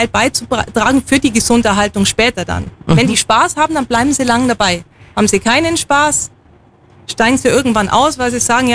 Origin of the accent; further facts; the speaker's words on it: Bavaria, Germany; komme ich aus dem Fichtelgebirge, das ist nördlich von Bayreuth, also eigentlich in Nordbayern. Und ich bin eben damals in der Skischule groß geworden